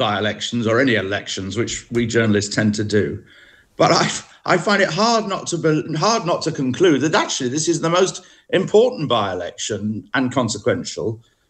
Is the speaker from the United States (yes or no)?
no; Manchester, North West England, United Kingdom; moved away; I'm a Mancunian myself, go there a lot.